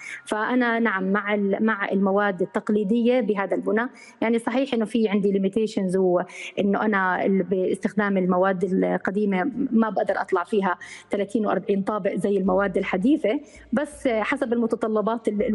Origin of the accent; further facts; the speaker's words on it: Jordan; احنا عندنا بالاردن